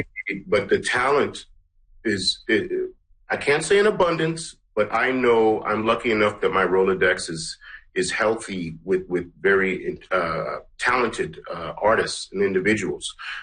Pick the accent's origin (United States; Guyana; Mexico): Guyana; now in Canada; I'm from Guyana, mm-hmm. So and … I'm mixed.